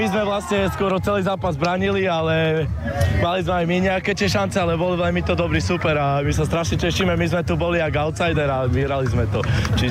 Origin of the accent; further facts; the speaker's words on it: Košice, Košice Region, Slovakia; ja si to tu doma v Košiciach mojich rodných rozhodnem